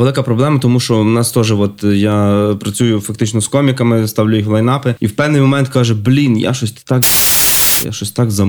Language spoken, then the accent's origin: Ukrainian; Lviv, Lviv Oblast, Ukraine; Я сам з Львова.